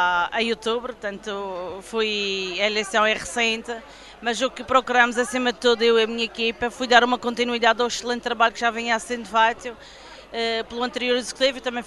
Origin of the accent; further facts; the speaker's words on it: Calheta, Madeira, Portugal; falamos da Calheta, falamos da Madeira, que é de onde eu venho.